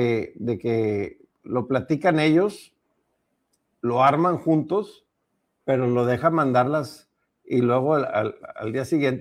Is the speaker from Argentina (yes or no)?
no; Mexico; Yo como mexicano me siento orgulloso